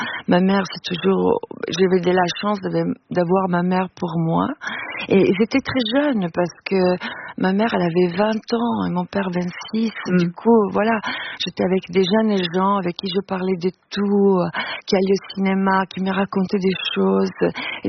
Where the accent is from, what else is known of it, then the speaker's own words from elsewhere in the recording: Italy; Parce que quand j'étais jeune, l'après-midi, en Italie, on avait la faculté de regarder beaucoup des films en noir et blanc.